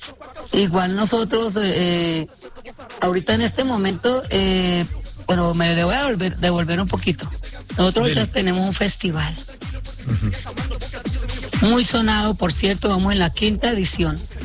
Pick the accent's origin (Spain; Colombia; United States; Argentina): Colombia; Chaparral, Tolima; como yo soy de Chaparral, allá sí. Se hacen las ferias.